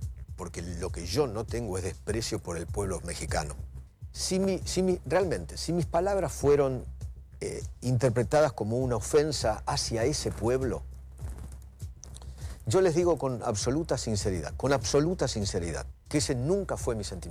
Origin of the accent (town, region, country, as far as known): Argentina